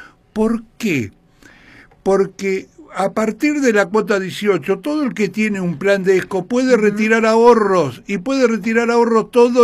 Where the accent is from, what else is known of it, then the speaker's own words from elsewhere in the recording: San Carlos de Bariloche, Río Negro, Argentina; yo soy de Bariloche.